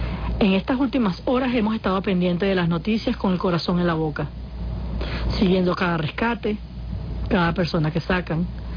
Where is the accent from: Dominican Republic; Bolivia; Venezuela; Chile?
Venezuela; Esos somos los venezolanos y debemos cultivar cada vez más eso.